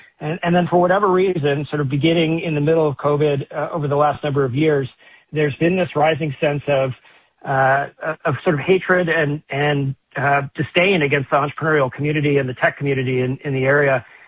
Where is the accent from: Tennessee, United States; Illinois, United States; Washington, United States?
Washington, United States; Tacoma; You know, I grew up in Tacoma.